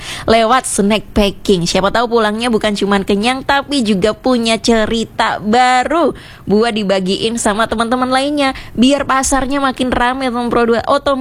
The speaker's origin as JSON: {"language": "Indonesian", "town": "Surakarta", "region": "Central Java", "country": "Indonesia", "said": "Nah, kalau aku biasanya, karena aku dari Solo nih, Mumpro 2, aku biasanya ke pasar gede nih."}